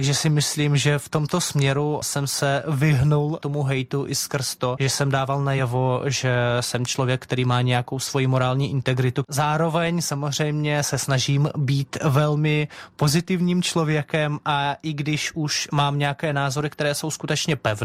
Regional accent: Russia; Czech is a second language; now in Czech Republic; že já Čech nejsem, že já mám nějaké pozadí, které je odlišné a tam zároveň otevřeně píšu, že vlastně pocházím z Ruska.

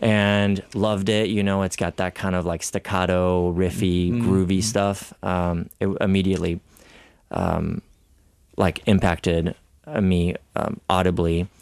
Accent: France; also born or lived in South Korea; well, I grew up in France. I lived in South Korea for a long time. My dad was a expat worker there, so I lived there for many years.

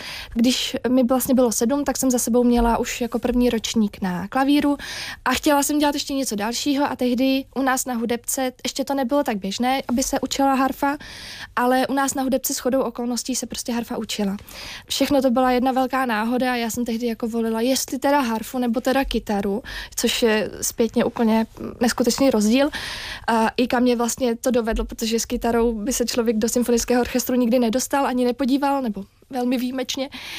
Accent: Prague, Czechia

